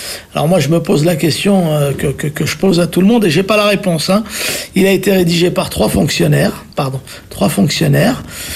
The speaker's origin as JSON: {"language": "French", "town": "Paris", "region": "Île-de-France", "country": "France", "tie": "born or raised there", "said": "Moi, j'ai grandi à la porte de Montreuil. Je suis issu de la porte de Montreuil."}